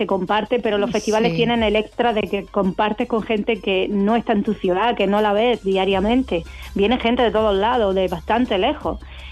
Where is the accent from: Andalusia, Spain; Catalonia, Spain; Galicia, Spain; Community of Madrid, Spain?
Andalusia, Spain; Almería; yo estoy aquí en Almería, soy de Almería